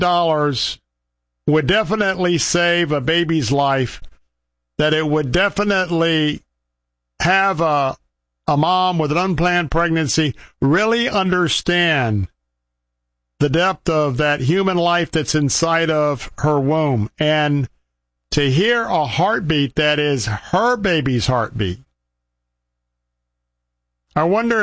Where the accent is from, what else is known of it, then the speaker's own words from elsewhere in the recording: Tampa, Florida, United States; broadcasting from Tampa this afternoon. As always, my hometown.